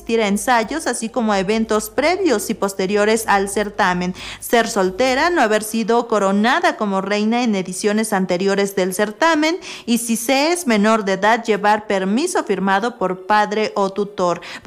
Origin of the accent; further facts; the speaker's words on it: Mexico; la cultura que nos da identidad como mexicanos.